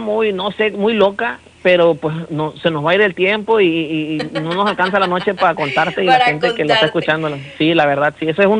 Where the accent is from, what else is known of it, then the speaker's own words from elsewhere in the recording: Pijijiapan, Chiapas, Mexico; born there; Nunca se me ha dado la oportunidad de tocar en mi pueblo, ni cuando tocaba con la banda corceleña de Tuxtla Gutiérrez, tocaba con un norteño aquí en mi pueblo que se llama